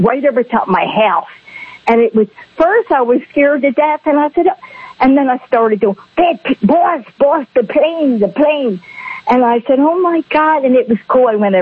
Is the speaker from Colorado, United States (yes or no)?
no; Baltimore, Maryland, United States; I was born and raised in Dundalk, not Dundalk, I lived Dundalk, Baltimore City.